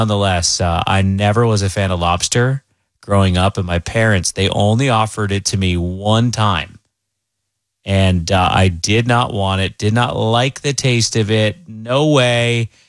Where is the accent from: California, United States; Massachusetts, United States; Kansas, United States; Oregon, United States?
Massachusetts, United States; Cape Cod; now in Minnesota, United States; where I grew up in Cape Cod, Massachusetts